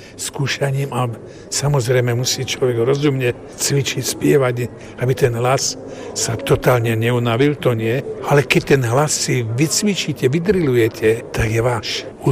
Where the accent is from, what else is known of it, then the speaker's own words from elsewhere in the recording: Trenčín Region, Slovakia; also born or lived in Partizánske; ja som doma v rodnej obci, ja som sa narodil v Partizánskom, ale v Hornej si, kde sme žili, na dedine